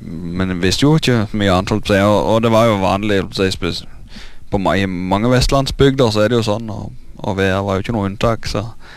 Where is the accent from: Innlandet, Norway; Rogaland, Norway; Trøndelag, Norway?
Rogaland, Norway; Karmøy; Født og oppvokst på Karmøy. Det jeg. På Veavågen.